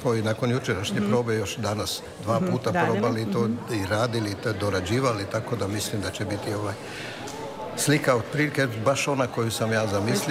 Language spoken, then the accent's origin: Croatian; Rijeka, Primorje-Gorski Kotar County, Croatia; ja sam Riječanin rodom.